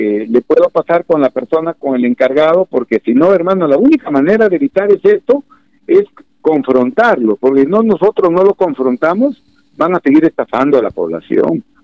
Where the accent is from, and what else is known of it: Olmos, Lambayeque, Peru